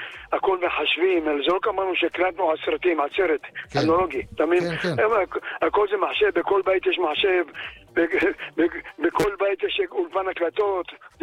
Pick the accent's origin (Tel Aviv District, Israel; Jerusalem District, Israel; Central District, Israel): Tel Aviv District, Israel; Tel Aviv; also born or lived in Kerem HaTeimanim; אני יליד שכונת התקווה, גדלתי בתקווה, שתבין, אבל נכון שאחרי זה עברתי לכרם